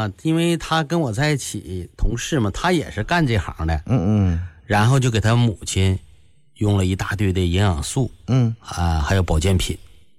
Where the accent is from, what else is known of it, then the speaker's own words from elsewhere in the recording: China; 然后知道我是从中国来的以后啊